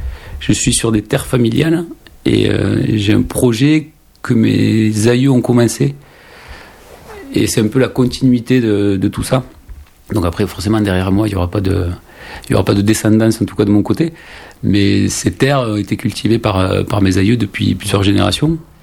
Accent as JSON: {"language": "French", "town": "Labastide-Rouairoux", "region": "Occitanie", "country": "France", "tie": "born or raised there", "moved": "as an adult", "said": "j'ai grandi à Lavastide-Rouairoux, donc tout petit village du bout du Tarn. Je crois que c'est un village de 1000-1200 habitants à l'époque. Et je suis né dans une famille d'ouvriers, famille simple, plutôt pas très voyageuse, très famille."}